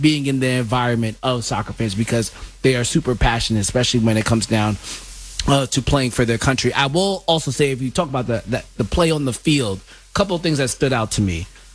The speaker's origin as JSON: {"language": "English", "country": "United States", "said": "I'm American, but my parents are Jamaican."}